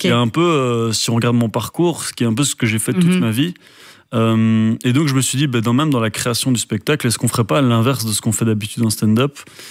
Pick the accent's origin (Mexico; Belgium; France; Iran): Belgium; Mais donc vraiment il y a du talent et je pense qu'on peut en tant que Belge être fier de tout le talent